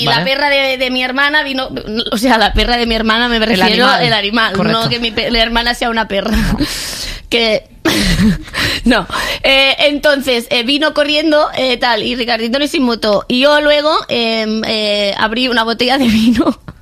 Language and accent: Spanish; Catalonia, Spain; Sí, yo bebo agua porque soy catalana, ¿vale?